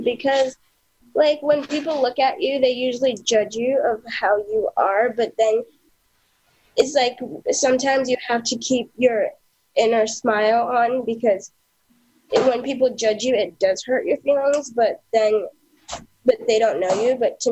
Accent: Arcata, California, United States; I'm from Arcata.

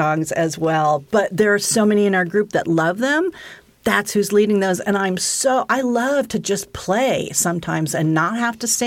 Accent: Midwest, United States; we're from the Midwest.

